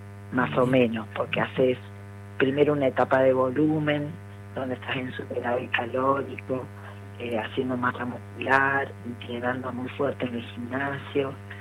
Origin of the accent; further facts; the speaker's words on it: Argentina; Yo soy la única argentina